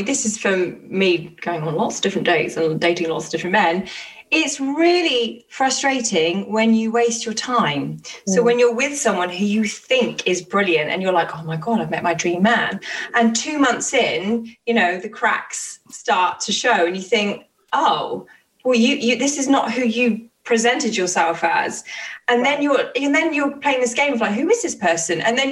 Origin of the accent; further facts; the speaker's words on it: Oxford, South East England, United Kingdom; now in London, United Kingdom; I get that a lot because, you know, I'm from Oxford. People think that I'm posh. I moved to London and now I've got this weird twang.